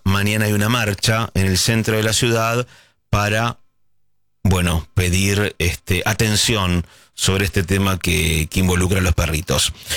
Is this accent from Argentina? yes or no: yes; Argentina; Solidarios, mira, coincide ya con otros oyentes esta palabra que nos identifica como argentinos.